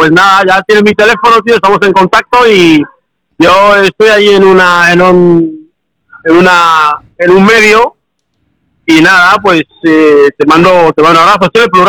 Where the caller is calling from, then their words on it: Málaga, Andalusia, Spain; estoy aquí en Málaga